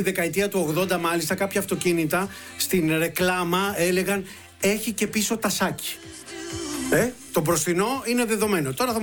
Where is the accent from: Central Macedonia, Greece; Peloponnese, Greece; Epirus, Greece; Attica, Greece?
Peloponnese, Greece; Molaoi; έχω στο χωριό μου, στους Μολάους, η οποία είναι πραγματικά θαυματουργή η εκκλησίτσα πάνω εκεί στην Κουρκούλα, στο βουναλάκι μας.